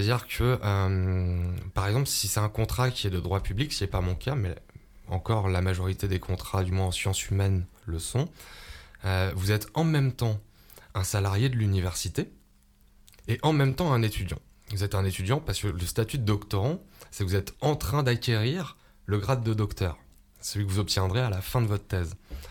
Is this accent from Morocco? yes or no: no; Aubenas, Auvergne-Rhône-Alpes, France; born there; moved away; also born or lived in Lyon; Je suis né à l'hôpital, à la clinique d'Aubenas. Même pas à l'hôpital, non, à la clinique d'Aubenas.